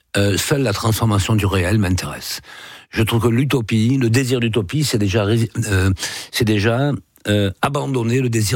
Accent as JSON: {"language": "French", "region": "Southern France", "country": "France", "accent": "southern", "said": "Vous voyez, j'ai un accent du Sud"}